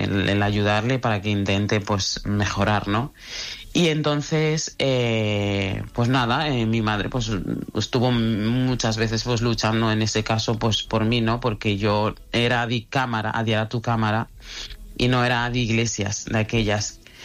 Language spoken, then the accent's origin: Spanish; Bamako, Mali; Spanish is a second language; now in Galicia, Spain; La verdad, o sea, es que Galicia es totalmente diferente a Bamako.